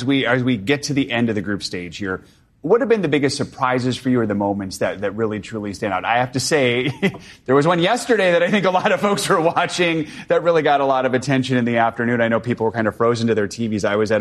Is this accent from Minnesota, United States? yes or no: yes; Minnesota, United States; So I'm from Minnesota